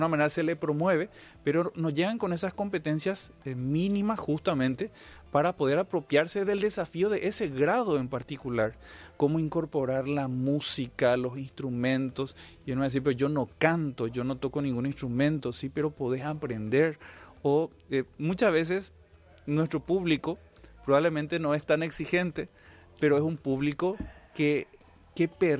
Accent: Paraguay; donde, por ejemplo, somos guaraní hablantes o donde somos un entorno de portuñol y todas y siguen siendo tan paraguayos como nosotros, ¿verdad? Porque aman la tierra guaraní, viven en este espacio de tierra roja

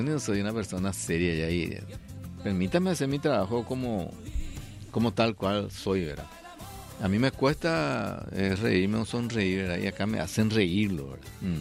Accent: Paraguay; gracias a que ellos estuvieron allí presentes, somos todavía paraguayos hoy día, ¿verdad?

